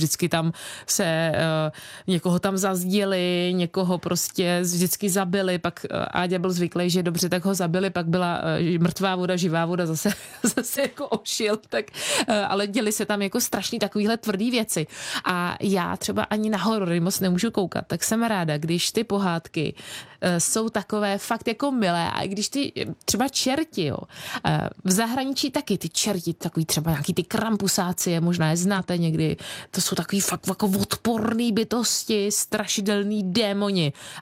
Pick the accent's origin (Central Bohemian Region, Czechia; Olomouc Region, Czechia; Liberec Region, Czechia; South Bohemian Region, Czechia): Central Bohemian Region, Czechia; Rakovník; jsem z Rakovníka